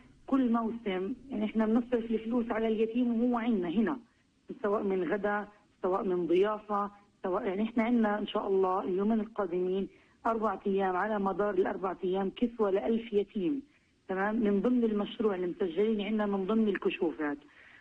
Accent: Palestine; now in Gaza, Palestine

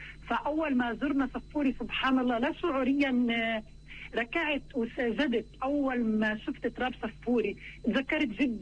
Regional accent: Lebanon; now in Sweden; ما عنديش أصلا باسبور لأن إحنا من فلسطينية لبنان، فلما جيت على السويد

